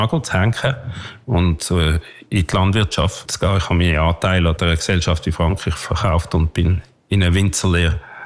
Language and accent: German; Herliberg, Zurich, Switzerland; also born or lived in Basel; Ich bin ein Zürcher Bürger mit einem Viertel Berner Blut und in Basel geboren. Also eine richtige Deutsch-Schweizer Mischung. Und aufgewachsen in Herliberg, tatsächlich an der Goldküste ab ganz oben.